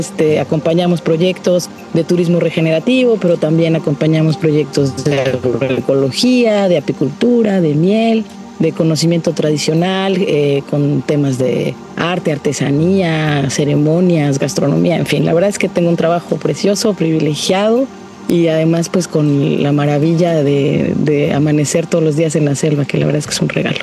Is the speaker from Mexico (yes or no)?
yes; Chiapas, Mexico; born there; No, fíjate que yo nací en Chiapas, de ahí mi gran amor por la naturaleza, pero el trabajo me trajo acá.